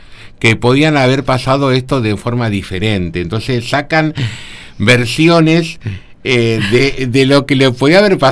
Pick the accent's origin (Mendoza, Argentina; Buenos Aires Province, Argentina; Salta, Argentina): Buenos Aires Province, Argentina; Luján; Sí, soy de Luján.